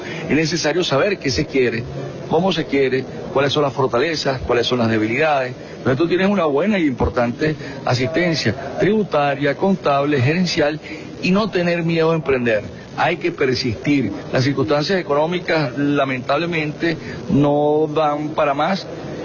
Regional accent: Venezuela; Somos venezolanos, somos usuarios, somos consumidores y estamos aquí.

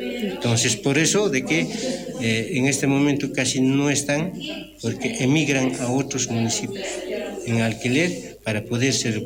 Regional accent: Oruro, Bolivia; soy del Ayllu San Agustín de Puñaca, soy ex mayco de este mi Ayllu

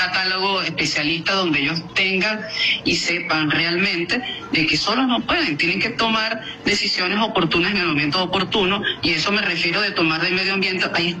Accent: Venezuela; Nosotros, como venezolanos

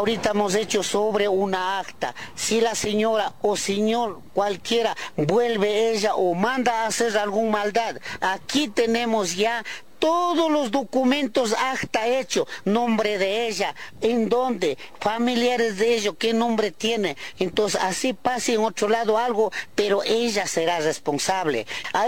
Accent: Cotopaxi, Ecuador; la mayoría estamos aquí en Santa Rosa de Pichul, por ejemplo de aquí al lado, somos de Huangaje, Tihua, Guayama, Chukchilán, Moreta, Zumbagua, Huantopol

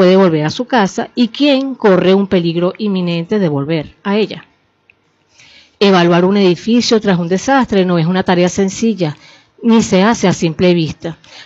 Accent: Venezuela; nos involucra a todos como venezolanos porque vivimos en suelos sísmicos

